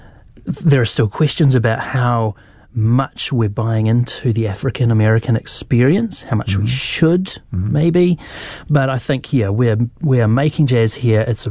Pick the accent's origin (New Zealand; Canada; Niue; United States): New Zealand; Wellington; I grew up in Kelburn and Karori, and until the year 2001, I'd never even been to America other than on a holiday.